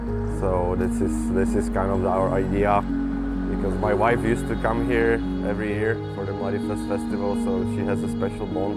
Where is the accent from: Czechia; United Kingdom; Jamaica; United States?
Czechia; English is a second language; I'm from Czech Republic.